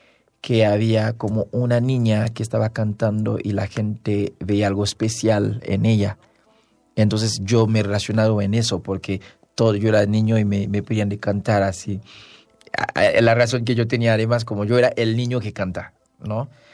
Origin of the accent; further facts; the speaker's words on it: Haiti; now in Mexico City, Mexico; Nací y crecí en Haití. Y justo ya hace 6 años que vine aquí, estudié en Jalapa